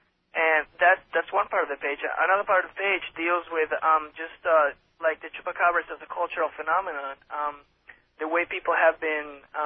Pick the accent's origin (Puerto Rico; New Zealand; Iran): Puerto Rico; Ponce; I'm from a city called Ponce, which is on the south coast of Puerto Rico.